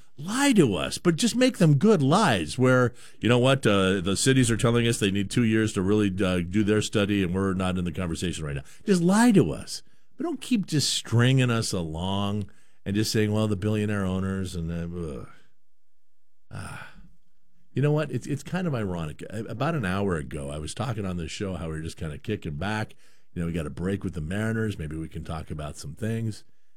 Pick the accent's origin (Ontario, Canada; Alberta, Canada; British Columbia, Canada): British Columbia, Canada; Vancouver; born there; I was born in Vancouver. I love Vancouver. It's one of my favorite cities on the planet Earth.